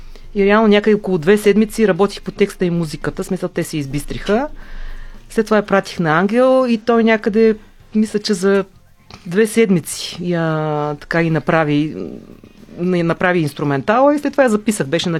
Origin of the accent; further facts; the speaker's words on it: Shabla, Dobrich Province, Bulgaria; Аз съм родом и от Шабла, така че аз съм морско момиче.